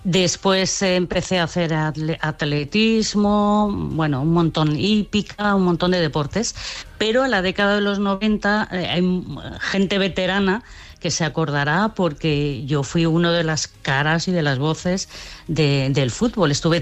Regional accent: Alcaudete de la Jara, Castilla-La Mancha, Spain; accent: Jara accent; sale muchísimo el acento jareño cuando estoy. Que es muy... Mi pueblo está muy cerquita de Cáceres, de la provincia de Cáceres.

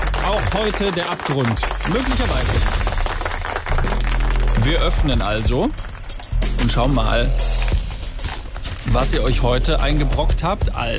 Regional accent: Franconia, Germany; Als Franke hat man diesen Fall nicht drauf.

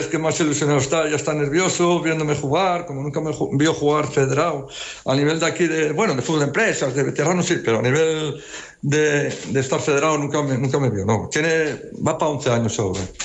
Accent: Turón, Asturias, Spain; que yo soy de Turón

